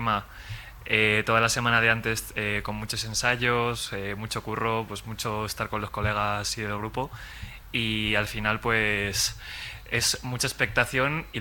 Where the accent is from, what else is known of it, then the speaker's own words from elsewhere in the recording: El Burgo de Osma, Castile and León, Spain; he nacido en el Burgo de Osma, soy originario de allí